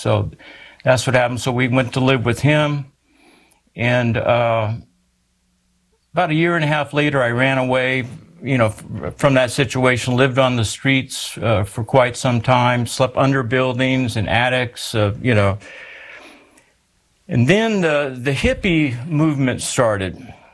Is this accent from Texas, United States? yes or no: yes; San Antonio, Texas, United States; born there